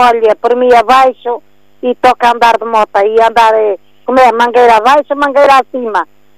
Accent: Portugal; eu fui criada no Rio, com meu pai era peixeiro aqui no Rio

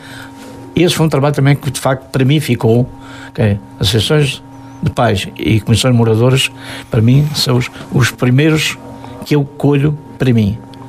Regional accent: Pias, Portugal; now in Porto Alegre, Brazil; Ser membro das comissões de moradores em Pias, que transformamos.

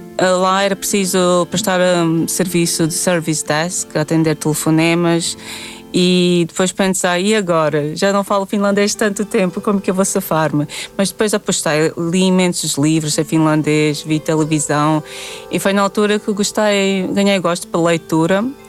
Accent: Latvia; Portuguese is a second language; moved away; Perguntava de onde é que eu sou. Disse que sou da Letónia. Pessoas não sabiam e tentei localizar, mais ou menos no mapa.

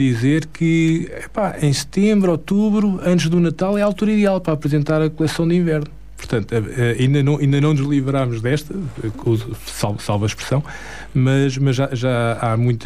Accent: Mafra, Lisbon, Portugal; Eu sou de Mafra, nascido e criado.

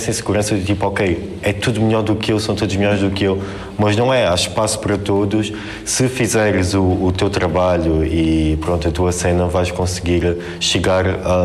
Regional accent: Alentejo, Portugal; tenho 20 anos, sou natural de Bringel, perto de Beja

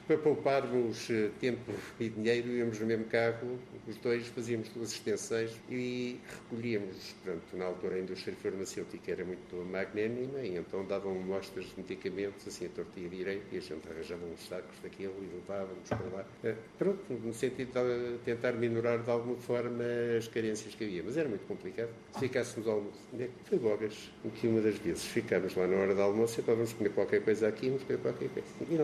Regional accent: Covilhã, Centro, Portugal; Sou do Colhã.

